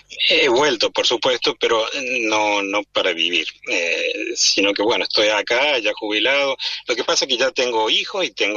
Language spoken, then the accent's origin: Spanish; Córdoba, Argentina; Tengo dos hermanas ahí en Córdoba. Y bueno, como puedes ver, mi tonada nunca se fue, aunque haya andado un poco.